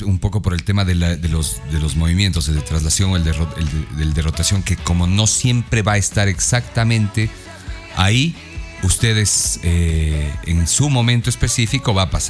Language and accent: Spanish; Guayaquil, Guayas, Ecuador; En Guayaquil. Es decir, de acá. Y soy guayaquileña, jajaja.